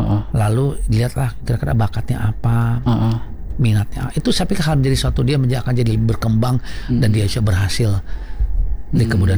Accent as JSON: {"language": "Indonesian", "region": "North Sumatra", "country": "Indonesia", "said": "sebagai prajurit TNI dengan latar belakang orang Batak"}